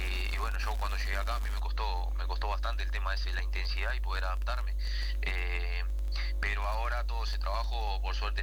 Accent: Uruguay

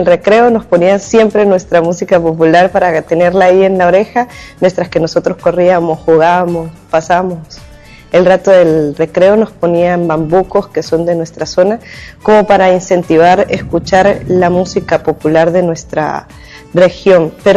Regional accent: Venezuelan Andes, Venezuela; moved away; Yo soy de Venezuela, de los Andes venezolanos, y en Venezuela cada región tiene como su música típica.

